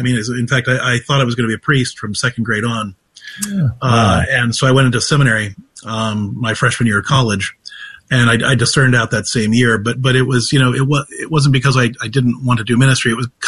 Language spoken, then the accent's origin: English; Clairton, Pennsylvania, United States; also born or lived in Ohio; I grew up in Clairton, Pennsylvania, which is the first place that The Deer Hunter was filmed. And then I lived like 10 miles down the road from Mango Junction, Ohio